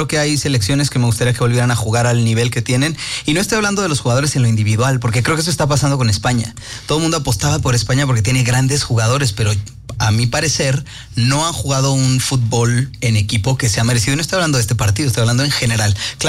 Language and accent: Spanish; Mexico; Como mexicano, yo soy muy, muy realista y muy sincero con mi país.